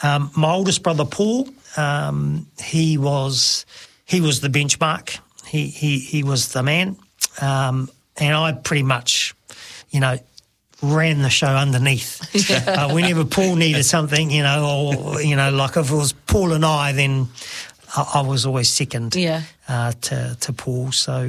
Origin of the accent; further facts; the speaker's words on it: Palmerston North, Manawatū-Whanganui, New Zealand; I was born and bred here in Palmerston North in the Manawatū. My parents were young parents. And so they had five boys.